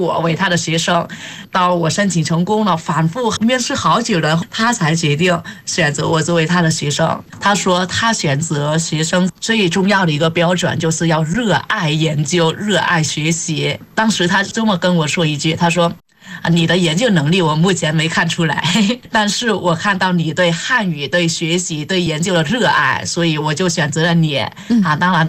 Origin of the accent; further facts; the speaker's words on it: Vietnam; Chinese is a second language; moved away as an adult; now in Beijing, China; 在越南的时候